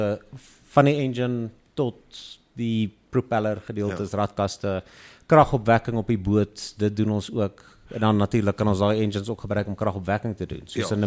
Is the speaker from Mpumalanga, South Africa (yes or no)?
yes; Secunda, Mpumalanga, South Africa; Sekunda groot geword.